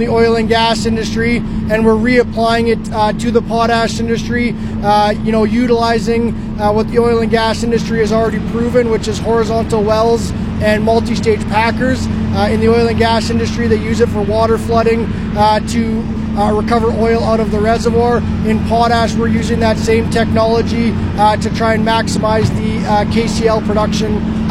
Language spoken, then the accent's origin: English; Saskatoon, Saskatchewan, Canada; we're from Saskatchewan and Saskatoon and we're from the area